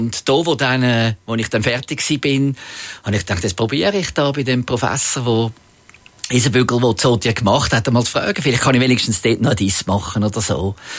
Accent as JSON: {"language": "German", "town": "Zürich", "region": "Zurich", "country": "Switzerland", "tie": "born or raised there", "said": "Aber natürlich bin ich aufgewachsen in Zürich und der Zoo war näher gewesen und ich bin sehr viel im Zoo gewesen."}